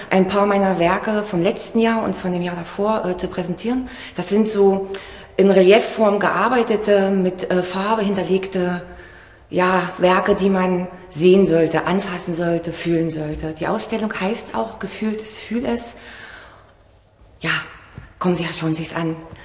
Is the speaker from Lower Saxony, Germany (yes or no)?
no; Saxony-Anhalt, Germany; also born or lived in Sangerhausen; Ich bin 46 Jahre alt, in Sangerhausen geboren, in der wunderschönen Goldenen Aue aufgewachsen